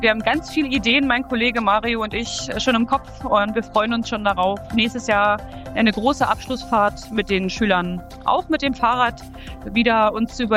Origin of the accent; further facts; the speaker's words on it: Harz, Germany; now in Forst, Germany; Die Kinder wollen noch mal in meine Heimat. Da waren wir schon mal. Ich komme ja ursprünglich aus dem Harz.